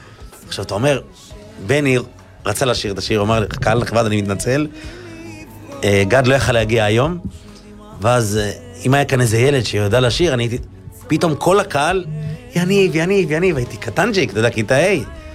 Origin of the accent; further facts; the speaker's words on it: Acre, Northern District, Israel; moved away as an adult; היה מופע בעכו, איפה שגרתי לפני החתונה.